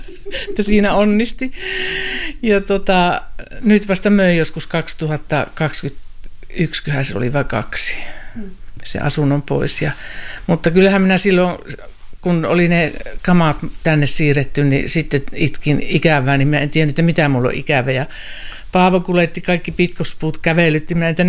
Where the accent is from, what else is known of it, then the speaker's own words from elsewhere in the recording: Sotkamo, Kainuu, Finland; also born or lived in Kajaani; Ja minun juuret on syvästi Sotkamossa ja Sotkamon jymyissä, mutta aikuiselämä asunut Kajaanissa.